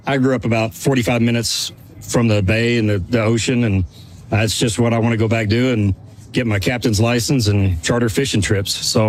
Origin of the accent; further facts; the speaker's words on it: Houston, Texas, United States; Yeah, I'm from Houston originally and out of high school. I went to San Jacinto Junior College to play baseball.